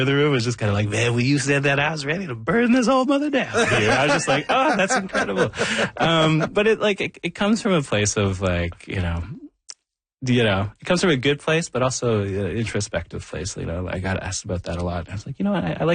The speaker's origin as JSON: {"language": "English", "town": "Thunder Bay", "region": "Ontario", "country": "Canada", "tie": "born or raised there", "said": "And I bring that back even to growing up in Thunder Bay, where like, you know, there is like, you know, a lot of tensions between the indigenous and non-indigenous communities up there."}